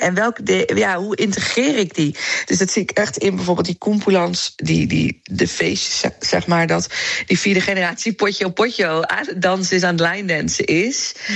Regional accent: Netherlands; Terwijl ik dacht, ik kom toch gewoon uit Nederland. Maar opa en oma kwamen dan ergens anders vandaan.

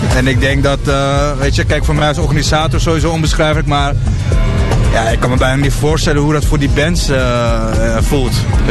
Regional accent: Rotterdam, South Holland, Netherlands; sinds ik het ken, of we hier wonen en ik ben hier geboren getogen, zijn de brassbands altijd een onderdeel geweest van de Rotterdamse stad

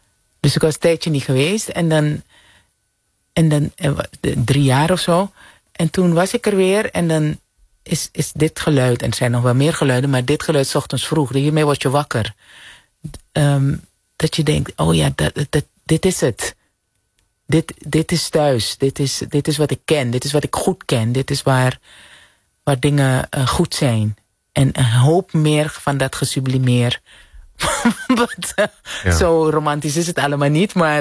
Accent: Suriname; Ik ben opgegroeid in Suriname.

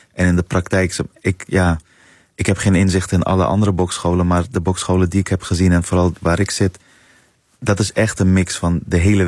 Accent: Netherlands; want dat zijn wel de romans waarmee ik ben opgegroeid in Nederland.

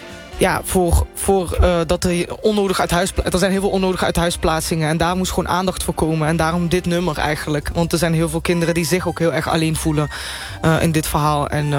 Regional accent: Limburg, Netherlands; Want natuurlijk, ik kom uit Limburg, dus dan gaan ze op plat met me praten.

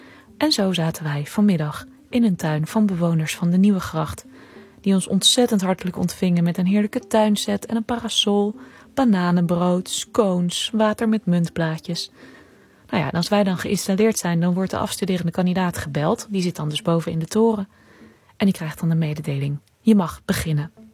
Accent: Amersfoort, Utrecht, Netherlands; En ik ben opgegroeid in Amersfoort, dus die toren voelt een beetje als mijn toren.

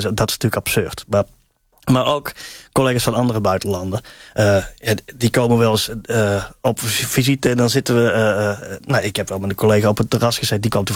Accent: Tilburg, North Brabant, Netherlands; accent: soft g; now in Amsterdam, Netherlands; Ik voel me wel een Amsterdammer. Mijn Tilburger in Amsterdam.

